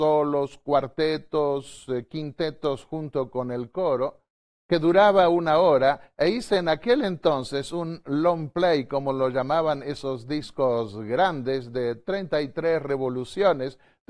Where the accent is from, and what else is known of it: Entre Ríos, Argentina; born there